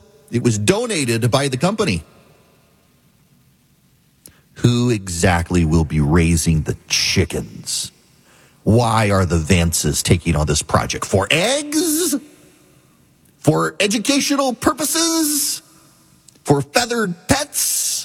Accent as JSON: {"language": "English", "region": "Dubai", "country": "United Arab Emirates", "tie": "born or raised there"}